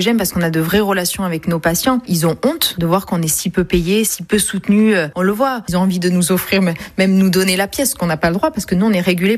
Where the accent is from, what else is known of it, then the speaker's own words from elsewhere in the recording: Pessac, Nouvelle-Aquitaine, France; born there; je suis surtout girondine, parce que je suis née à Pessac.